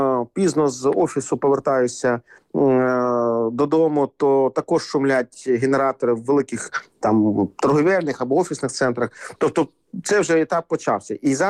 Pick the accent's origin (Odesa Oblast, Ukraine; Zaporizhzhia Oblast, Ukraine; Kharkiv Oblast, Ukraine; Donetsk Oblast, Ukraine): Kharkiv Oblast, Ukraine; Kharkiv; Якщо будемо говорити про мій рідний Харків, Харків зараз набудував велику кількість об'єктів розподіленої генерації.